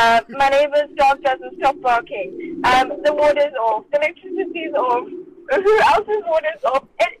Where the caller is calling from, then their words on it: Durban, KwaZulu-Natal, South Africa; I'm from Durban, and I'm from the Bluff